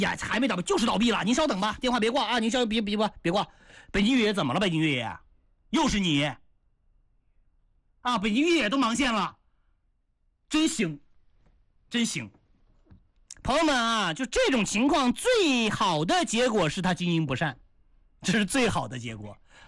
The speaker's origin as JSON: {"language": "Chinese", "region": "Hebei", "country": "China", "said": "咱们河北人啊，就是确实实诚啊"}